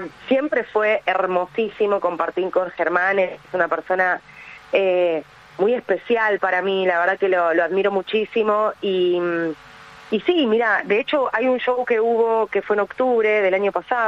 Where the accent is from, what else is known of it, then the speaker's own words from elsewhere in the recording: Buenos Aires, Argentina; yo soy porteña, así que, bueno, nada, me gusta todo lo que es el rock.